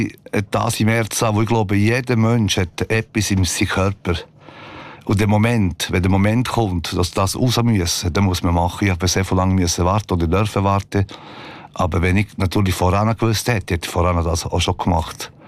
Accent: Tricase, Apulia, Italy; German is a second language; now in Thun, Switzerland; Ich komme aus Tricase, das ist am Absatz vom Stiefel, 1350 km von Thun, wo ich bin sehr wohl hier in Thun.

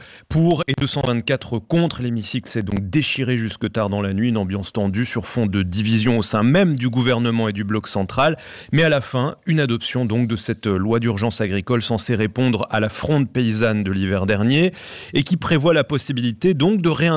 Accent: Switzerland; now in Paris, France; chez nous en Suisse.

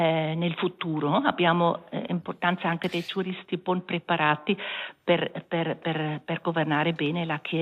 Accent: German-speaking Switzerland, Switzerland; Italian is a second language; moved away as an adult; also born or lived in Zurich; now in Lugano, Switzerland; io sono svizzera tedesca e posso lavorare qui a Lugano, e adesso 3 anni fa sono venuta

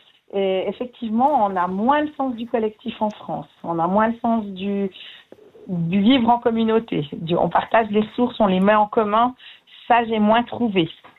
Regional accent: Jura, Switzerland; accent: Jura; moi je parle français avec un accent du Jura

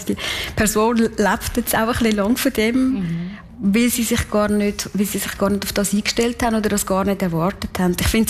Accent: Kaltbrunn, St. Gallen, Switzerland; born or raised there

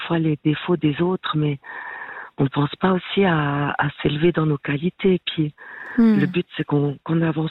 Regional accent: Valais, Switzerland; accent: Valais; j'appelle du Valais. Peut-être que ça s'entend un peu à l'accent.

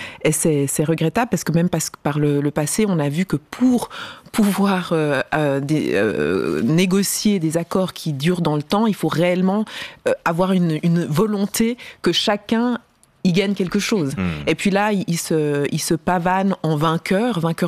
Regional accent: Switzerland; dans notre positionnement en tant que Suisse, quel rôle on veut jouer en termes de la diplomatie

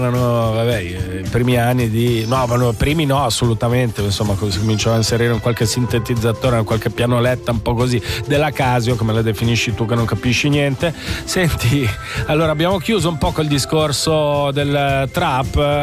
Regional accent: Switzerland; noi come svizzero italiani

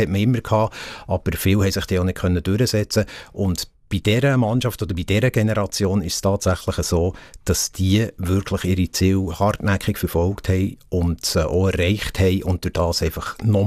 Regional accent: Switzerland

